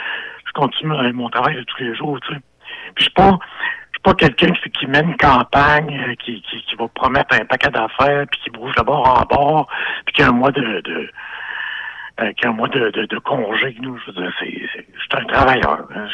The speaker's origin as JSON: {"language": "French", "region": "Quebec", "country": "Canada", "said": "que je viens de Gaston, que je viens d'ailleurs, je viens du Québec, puis que mon implication politique continue ici aujourd'hui"}